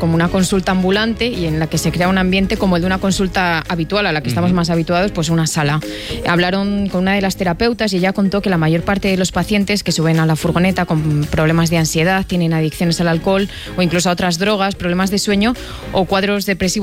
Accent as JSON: {"language": "Spanish", "town": "Gabaldón", "region": "Castilla-La Mancha", "country": "Spain", "said": "Gabaldón, en Cuenca está."}